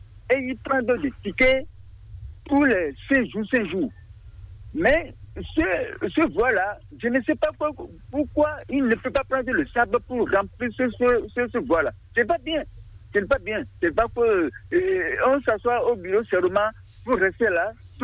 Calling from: Bonou, Ouémé, Benin; Village à Gomaran, mairie de Bonou.

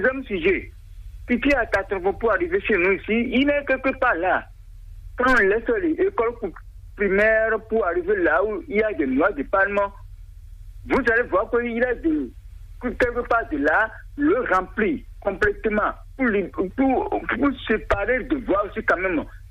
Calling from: Bonou, Ouémé, Benin; Depuis Abomaran, village, de village Abomaran, mairie de Bonne.

